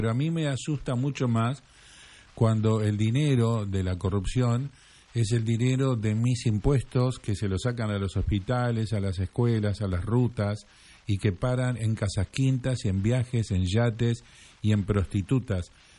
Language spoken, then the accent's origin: Spanish; Argentina